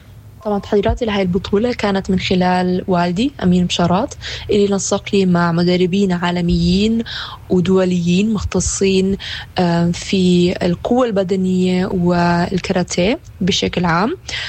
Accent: Palestine; أنا كلاعبة فلسطينية

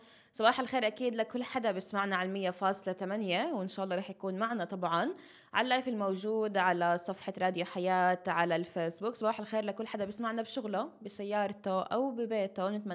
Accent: Nablus, Nablus Governorate, Palestine; accent: Nablusi; خلص هاي بتحسوها متعلقه تراث عندنا بنابلس.

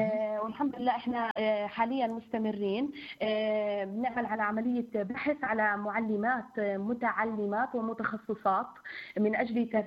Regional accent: Hajja, Qalqilya Governorate, Palestine; قريتنا بنحاول انه ننشر على مجلس قروي حجة

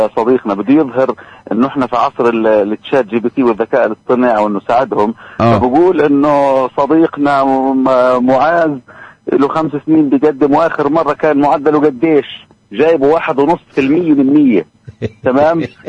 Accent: Palestine; إحنا الشعب الفلسطيني

